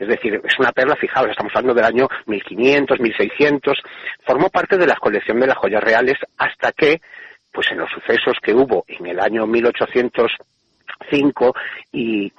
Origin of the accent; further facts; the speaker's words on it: Spain; nos toca a nosotros como españoles de muy cerca.